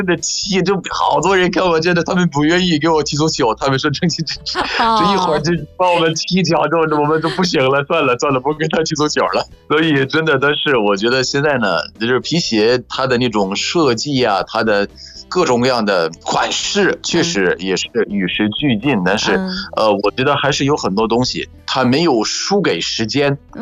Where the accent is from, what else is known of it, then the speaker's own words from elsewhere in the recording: Egypt; Chinese is a second language; 我是来自埃及的